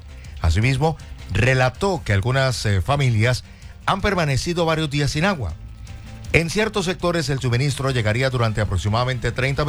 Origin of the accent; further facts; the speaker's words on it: Santander, Colombia; Y en particular me siento satisfecho como santandereano, Alejandra, porque no teníamos hace casi 30 años una marca propia.